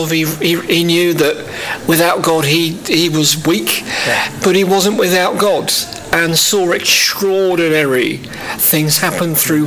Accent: South East England, United Kingdom; Yeah, well, I'm actually from the South Coast, so I come from Kingdom Faith Church, which is based in Horsham.

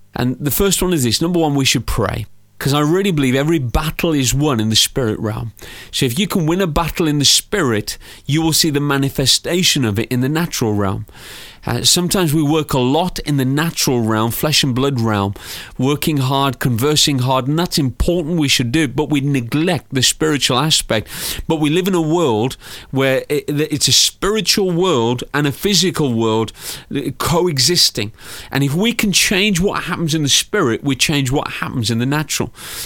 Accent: Wolverhampton, West Midlands, United Kingdom; I'm from Wolverhampton

